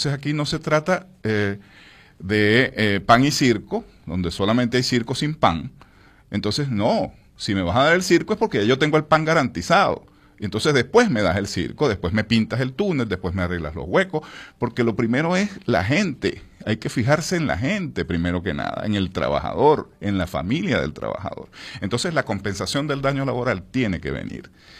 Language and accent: Spanish; Paracotos, Miranda, Venezuela